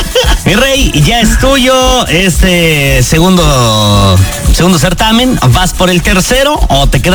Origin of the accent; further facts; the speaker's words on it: Mexico City, Mexico; Soy de la agrícola. Soy de la agrícola